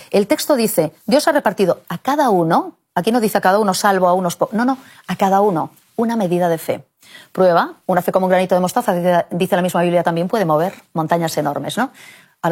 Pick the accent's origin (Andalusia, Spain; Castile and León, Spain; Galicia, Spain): Galicia, Spain; es una frase que dicen mucho en Galicia, en mi tierra